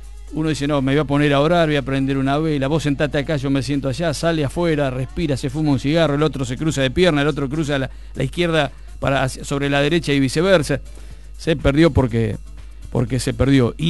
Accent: Argentina; a nosotros nos tocó perder como argentinos

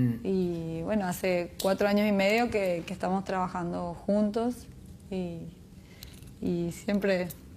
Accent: Paraguay; moved away as an adult; now in Buenos Aires, Argentina; como todo paraguayo, ¿verdad? Que viene, yo por lo menos que vine en busca de mejores oportunidades de trabajo

